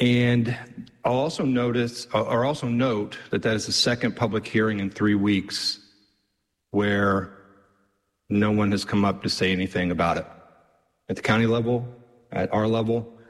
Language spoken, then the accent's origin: English; Advance, Indiana, United States; I grew up in Advance, went to church in Jamestown, went to school at Western Boone.